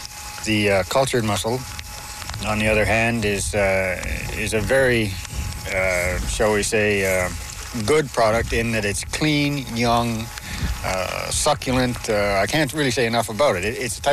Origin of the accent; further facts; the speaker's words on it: Timmins, Ontario, Canada; also born or lived in Labrador / St. John's; now in Cottrell's Cove, Canada; Well, I came from Timmins, Ontario, originally, and went to Labrador. In fact, I've done things in reverse, Bill. I came from the mainland, to Newfoundland, to St. John's, and now I'm out here in Cottrell's Cove, Fortune Harbor.